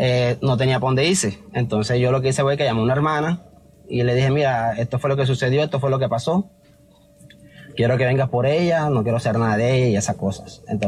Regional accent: Caribbean Region, Colombia; porque yo soy costeño, ella es paisa

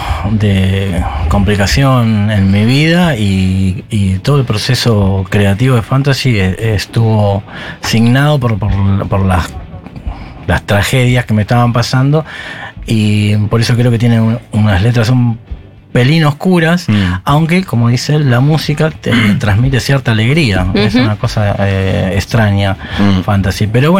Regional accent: Mar del Plata, Buenos Aires Province, Argentina; Soy de Mar del Plata.

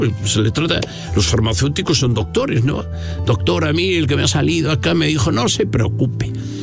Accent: León, Castile and León, Spain; moved away; estaba en mi pueblo, perdón, en León.

